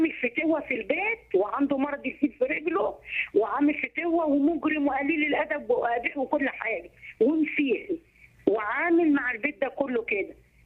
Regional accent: Shubra El Kheima, Qalyubia, Egypt; انا من شبرا الخيمه دي حتتي من زمان ومش عارفه اعيش فيها.

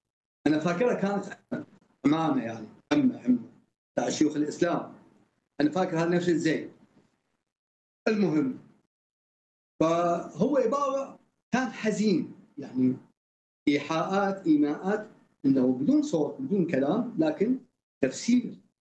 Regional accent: Iraq; احنا متعلمين عراقيين

